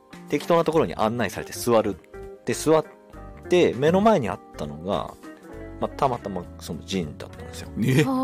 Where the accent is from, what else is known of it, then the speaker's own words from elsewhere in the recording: Hokkaido, Japan; moved away as an adult; now in Tokyo, Japan; 北海道の人間みかん馴染みないじゃないですか。